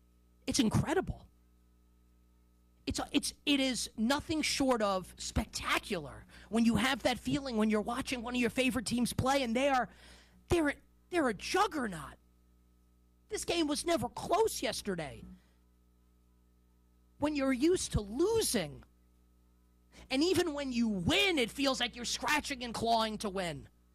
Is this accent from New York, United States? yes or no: yes; New York City, New York, United States; as a New Yorker, I absolutely love it.